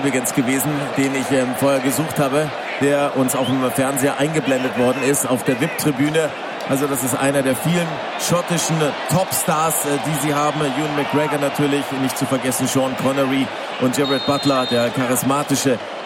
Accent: Bavaria, Germany; als Bayer komme ich natürlich aus einem Bundesland, wo ich nur mit den Bergen verheiratet bin.

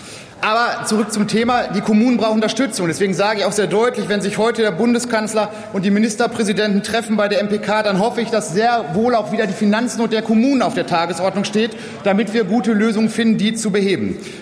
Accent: Dortmund, North Rhine-Westphalia, Germany; born or raised there

